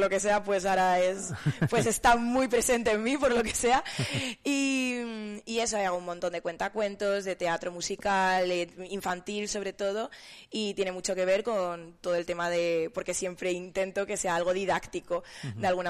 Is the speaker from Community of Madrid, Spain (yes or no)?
yes; Alcalá de Henares, Community of Madrid, Spain; moved away as an adult; also born or lived in Granada; now in Soria, Spain; Empecé en Alcalá de Henares, en Madrid, donde me he criado prácticamente